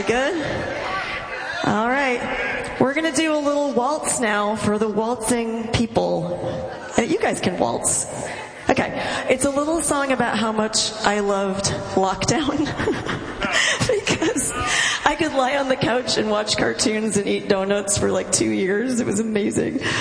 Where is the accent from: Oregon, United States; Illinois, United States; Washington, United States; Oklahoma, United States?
Washington, United States; Seattle; even though we're from Seattle.